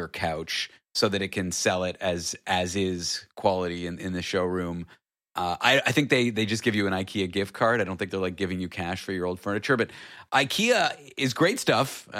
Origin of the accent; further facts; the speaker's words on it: Toronto, Ontario, Canada; I grew up in Toronto.